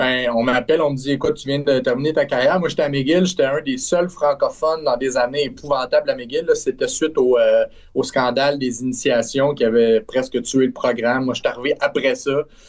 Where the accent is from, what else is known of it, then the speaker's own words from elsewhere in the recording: Trois-Rivières, Quebec, Canada; moved away; moi, je viens de Trois-Rivières, ma famille est toujours à Trois-Rivières